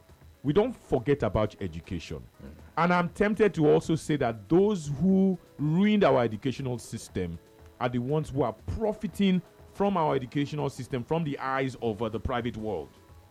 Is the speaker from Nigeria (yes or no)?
yes; Nigeria; You just look at the Naira and ask yourself how much you can actually spend as a Nigerian on food.